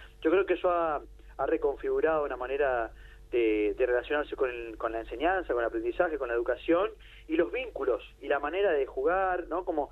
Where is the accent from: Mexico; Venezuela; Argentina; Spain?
Argentina; Santa Fe; now in Buenos Aires, Argentina; Yo soy del interior de Santa Fe, así que he escuchado, tengo muy presente Cadena 3, ¿no? Como ahí en la zona, ¿no? Mis viejos, ahí se escucha.